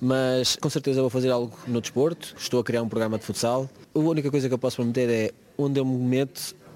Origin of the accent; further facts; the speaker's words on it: Portugal; e sou português